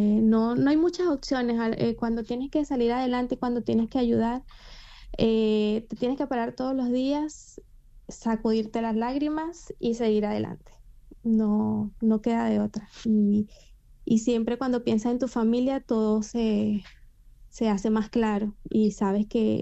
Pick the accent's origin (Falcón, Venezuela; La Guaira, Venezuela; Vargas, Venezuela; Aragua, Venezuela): La Guaira, Venezuela; Caribe, claro, yo nací ahí cerquita de la playa, yo soy de La Guaira y ahí tenía